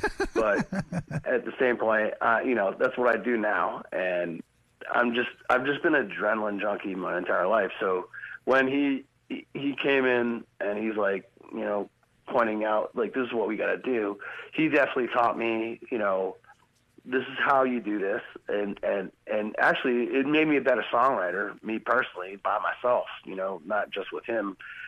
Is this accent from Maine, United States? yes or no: yes; Maine, United States; I was just like, I'm just from Maine. I'm here. I'm a singer.